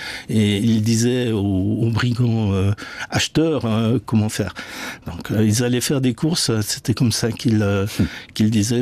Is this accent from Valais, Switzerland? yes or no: no; Bern, Switzerland; Alors, il se trouve que j'ai grandi dans le Jura bernois.